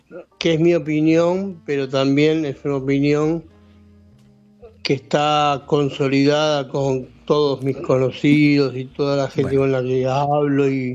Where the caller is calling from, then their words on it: Buenos Aires, Argentina; de Núñez.